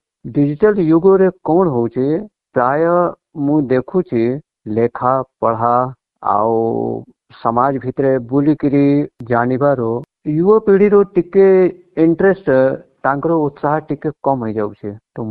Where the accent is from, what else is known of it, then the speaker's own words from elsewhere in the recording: Prayagraj, Uttar Pradesh, India; ଆମର ଜନ୍ମସ୍ଥାନ ଅଛି ଆହ୍ଲାବାଦ ପ୍ରୟାଗରାଜ ଆଜି ପ୍ରୟାଗରାଜ ତାକୁ କୁହାଯାଉଛି। ତ ଗଙ୍ଗା କିନାରେ ମୋର ଜନ୍ମସ୍ଥଳୀ